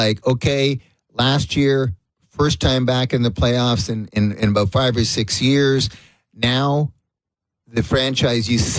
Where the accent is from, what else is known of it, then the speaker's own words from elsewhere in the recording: Montreal, Quebec, Canada; born there; I was born in Montreal ever since I was a little guy.